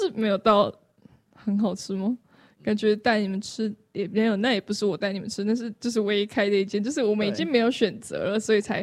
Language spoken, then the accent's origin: Chinese; Tainan, Taiwan; 我自己是台南人